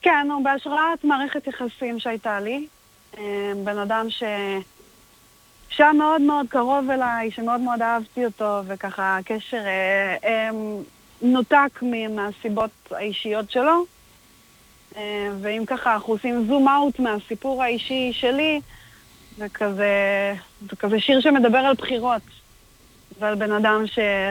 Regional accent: Karmei Yosef, Central District, Israel; now in Rehovot, Israel; במקור אני מיישוב קהילתי ופסטורלי בשם קרני יוסף, אם אתה מכיר, במרכז.

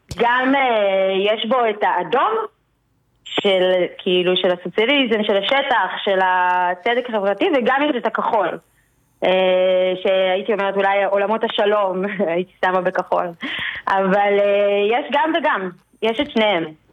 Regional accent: Sderot, Southern District, Israel

